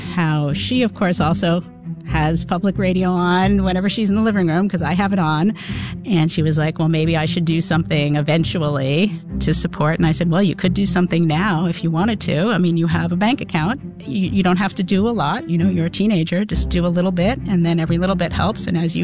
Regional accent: Norwich, Vermont, United States; from Norwich, Vermont.

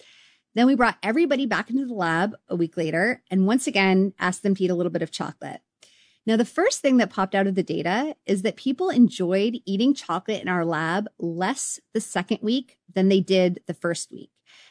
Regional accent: Canada

